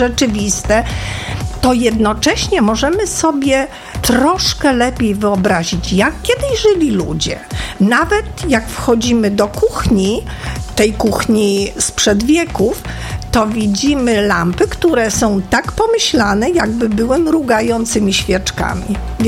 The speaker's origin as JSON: {"language": "Polish", "town": "Przemyśl", "region": "Subcarpathian Voivodeship", "country": "Poland", "tie": "born or raised there", "said": "Ja jestem z Przemyśla"}